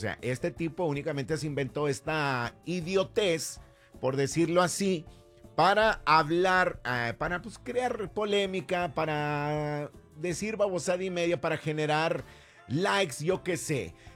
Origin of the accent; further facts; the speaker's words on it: Mexico; moved away; nosotros también venimos a este país buscando esa oportunidad que nuestros país México no nos dan